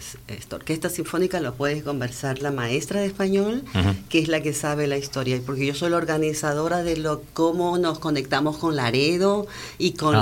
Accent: Ecuador; moved away as an adult; now in Germany; yo soy de Ecuador. Y vivo hace 38 años en Alemania.

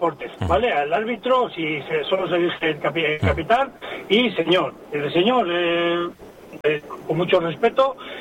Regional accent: Santoña, Cantabria, Spain; yo soy de Santoña

